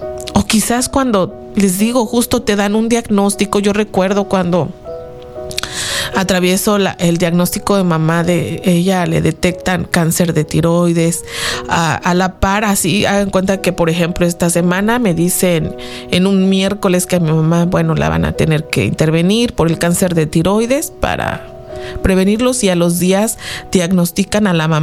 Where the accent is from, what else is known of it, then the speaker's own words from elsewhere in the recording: Mexico; moved away; Yo soy de México.